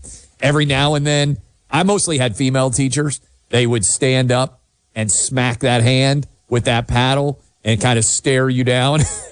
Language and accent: English; New York City, New York, United States; I'm growing up in New York City.